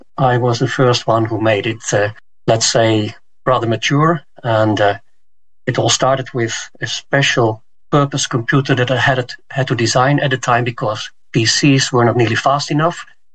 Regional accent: Netherlands; I'm from the Netherlands

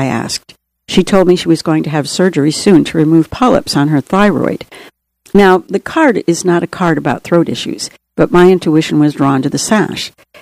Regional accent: Boston, Massachusetts, United States; I was raised in Boston in an Irish Catholic Italian family, and I recognized I was very intuitive.

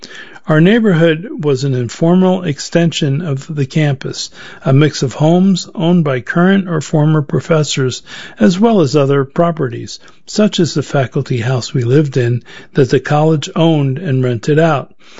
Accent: Harrisburg, Pennsylvania, United States; now in Lewiston, United States; I grew up outside Harrisburg, Pennsylvania, another deindustrialized, permanently revitalizing urban center, and Lewiston felt familiar to me.

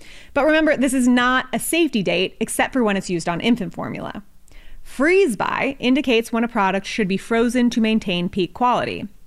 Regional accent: California, United States; my home state of California just passed a bill

